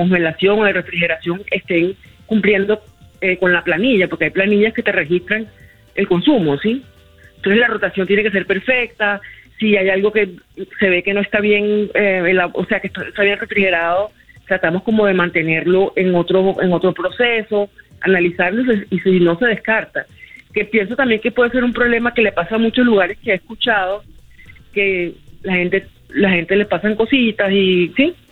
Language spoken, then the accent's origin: Spanish; Caribbean coast, Colombia; como costeña, cocinera costeña